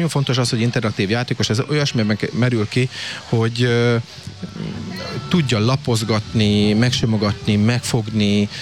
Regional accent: Kisújszállás, Jász-Nagykun-Szolnok, Hungary; moved away as an adult; now in Jászboldogháza, Hungary; kisgyerekkorban én kisúszáláson nőttem fel, tehát én itt Boldogházban szokták mondani, hogy gyütment vagyok, már 16 éve itt élek.

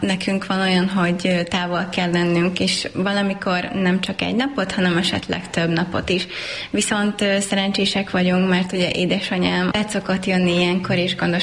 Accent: Balatonlelle, Somogy, Hungary; moved away; Én Balatonlelléről származom, illetve ott nőttem fel. Akkoriban még megtehettük azt, nagy családi házban laktunk

